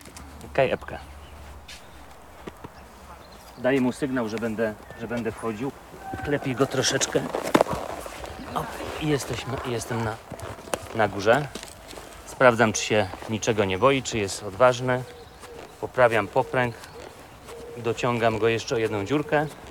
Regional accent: Rybnik, Silesian Voivodeship, Poland; moje nowiny, czyli miejsce, gdzie się wychowywałem w Rybniku

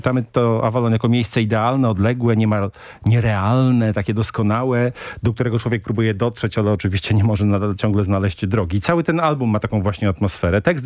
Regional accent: Warmian-Masurian Voivodeship, Poland; Na Mazurach, tam gdzie też skąd pochodzę

